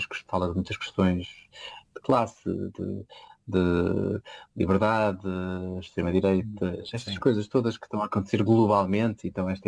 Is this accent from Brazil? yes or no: no; Azores, Portugal; now in Porto, Portugal; Aos Açores, não é? De onde sou natural.